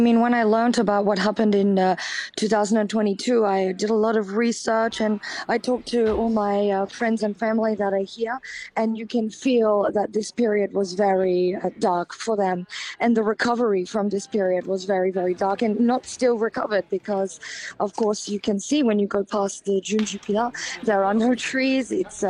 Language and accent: English; Australia; now in France; I'm Australian. So I lived through a similar thing in when we had the huge fires in 2020 in Australia.